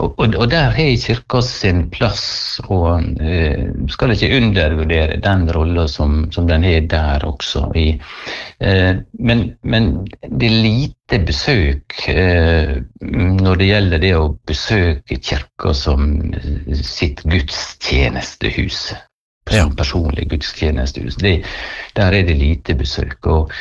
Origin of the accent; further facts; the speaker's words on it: Southern Norway, Norway; moved away; Og jeg er jo i kategorien søring